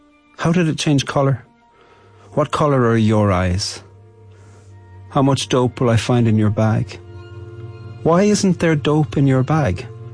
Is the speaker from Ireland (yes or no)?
yes; Ireland; I'm a poet from Ireland